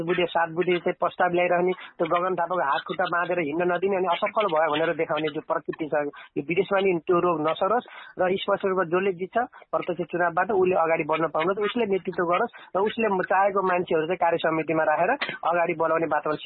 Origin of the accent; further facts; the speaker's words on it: Dhading, Bagmati, Nepal; now in Australia; पनि अस्ट्रेलियाको चाहिँ जनसमिति सभापति उम्मेद्वार हुँदै गर्दाखेरि म धादिङबाट हुँ.